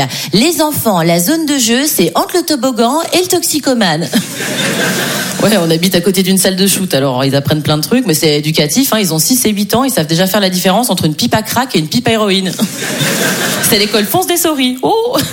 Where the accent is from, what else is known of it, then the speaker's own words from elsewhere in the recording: Switzerland; pour moi, c'est un effort énorme de dire 90 parce que je suis suisse.